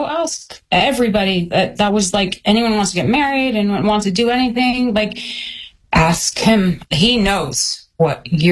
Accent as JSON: {"language": "English", "region": "Florida", "country": "United States", "tie": "born or raised there", "said": "we're 30 minutes from Disney World. In Florida, we were the weirdos."}